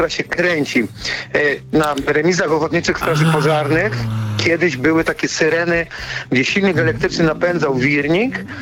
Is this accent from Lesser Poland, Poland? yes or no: yes; Czernichów, Lesser Poland, Poland; u nas w Czernichowie